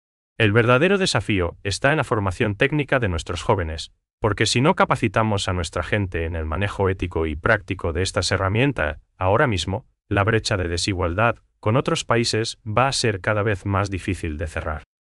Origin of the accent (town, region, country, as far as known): Paraguay